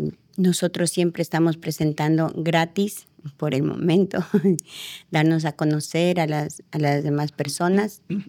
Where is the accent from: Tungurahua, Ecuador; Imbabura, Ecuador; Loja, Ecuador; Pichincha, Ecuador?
Tungurahua, Ecuador; Ambato; moved away as an adult; now in France; Soy de Ecuador, de la ciudad de Ambato. Estoy desde el 2016 aquí en Francia.